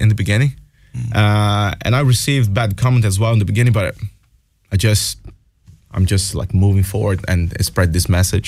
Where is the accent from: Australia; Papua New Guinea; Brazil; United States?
Brazil; now in Ireland; I'm from Brazil as a Brazilian man.